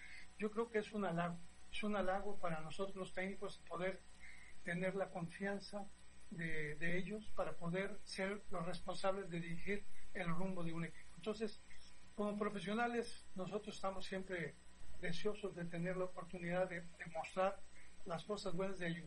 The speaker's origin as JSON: {"language": "Spanish", "town": "Tampico", "region": "Tamaulipas", "country": "Mexico", "moved": "yes", "lives_now": "Monterrey, Mexico", "said": "Prácticamente yo ya soy más regiomontano, soy tampiquense, pero hoy ya me considero regio, literalmente, ¿no?, por los años que llevo viviendo ya en la localidad."}